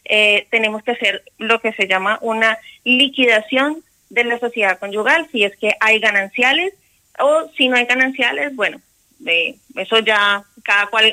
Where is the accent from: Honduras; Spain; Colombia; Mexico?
Spain; yo ya tengo que haber registrado, yo como española tengo que haber registrado ese matrimonio acá.